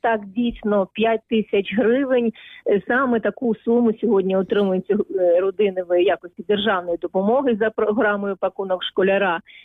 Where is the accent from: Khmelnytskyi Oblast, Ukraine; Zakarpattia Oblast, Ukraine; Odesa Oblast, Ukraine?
Khmelnytskyi Oblast, Ukraine; Khmelnytskyi; born there; я також в дитинстві, коли я народилася в Хмельницькому, приїздила в цей музей ще давно-давно.